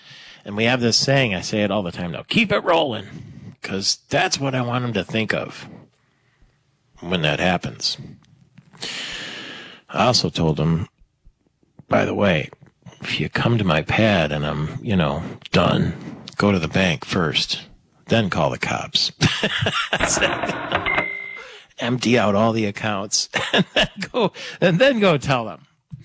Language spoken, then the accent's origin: English; Detroit, Michigan, United States; also born or lived in Bloomfield, Michigan; now in Beverly Hills, United States; I'm from Detroit. He said, where? I said, well, downriver, and then I lived in Bloomfield for a while.